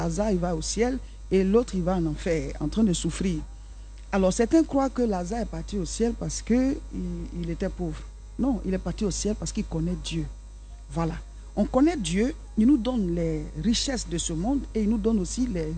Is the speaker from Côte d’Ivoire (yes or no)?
yes; Côte d’Ivoire; now in France; Je ne suis pas ici, je suis venu de la France, je suis ivoirien d'origine, mais je ne vis pas ici.